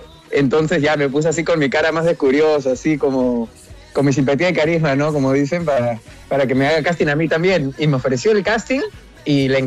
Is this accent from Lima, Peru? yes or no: yes; Lima, Peru; now in South Korea; Yo crecí en Chorrillos, en Lima.